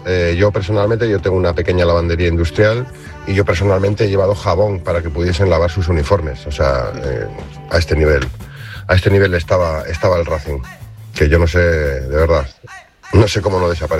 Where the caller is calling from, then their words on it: Santander, Cantabria, Spain; desde Santander.